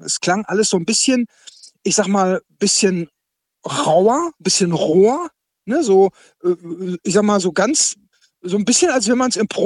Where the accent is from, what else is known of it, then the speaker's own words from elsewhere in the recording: Münster, North Rhine-Westphalia, Germany; so hier in meiner Heimatstadt Münster